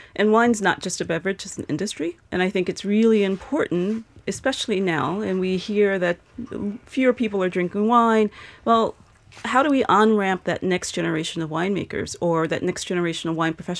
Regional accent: Chicago, Illinois, United States; moved away as an adult; now in Boston, United States; I first moved to Boston. I'm from Chicago in 91

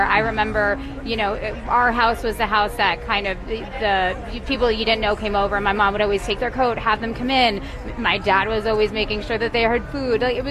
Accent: Swampscott, Massachusetts, United States; I'm originally from Swampscott. We moved back in 2013

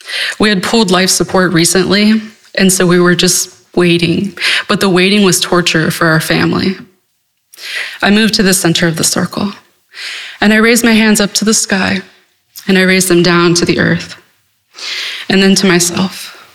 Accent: Kansas, United States; I grew up on the Sac and Fox Reservation in Kansas as a member of the Iowa tribe.

